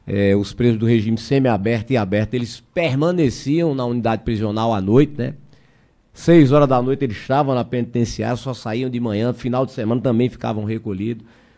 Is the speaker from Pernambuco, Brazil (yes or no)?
yes; Recife, Pernambuco, Brazil; born there; also born or lived in Fortaleza; Eu e meu irmão, que você conhece, o Coronel Magno, nascemos em Recife. Mas em Recife eu praticamente não conheço nada, né? Só morei por um ano de vida só em Recife